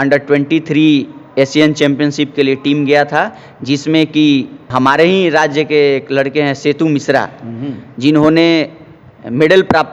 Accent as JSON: {"language": "Hindi", "region": "Bihar", "country": "India"}